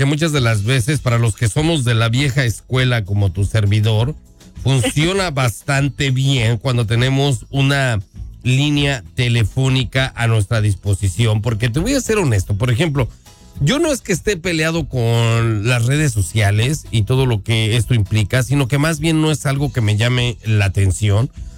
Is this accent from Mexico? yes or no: yes; Mexico; porque tú eres orgullosamente cubana, yo soy orgullosamente mexicano